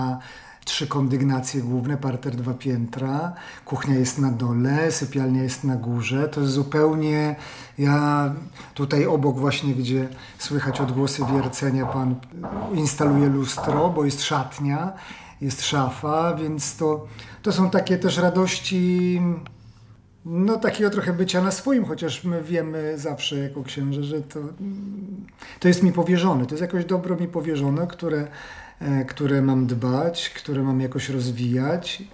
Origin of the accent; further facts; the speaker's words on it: Pabianice, Łódź Voivodeship, Poland; moved away; Tylko podstawowa szkoła pierwszego stopnia w Pabianicach, bo pochodzę z Pabianic.